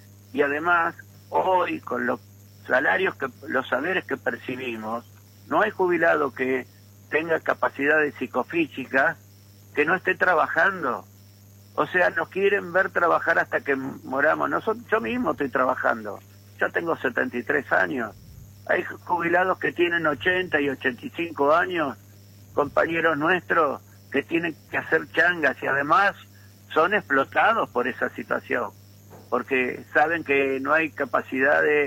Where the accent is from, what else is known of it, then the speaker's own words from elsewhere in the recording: San Martín, Buenos Aires Province, Argentina; yo de Chacarita soy porque soy de San Martín